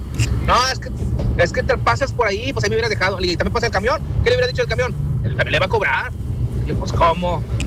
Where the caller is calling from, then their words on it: Apodaca, Nuevo León, Mexico; Yo vivo en Pueblo Nuevo, en Apodaca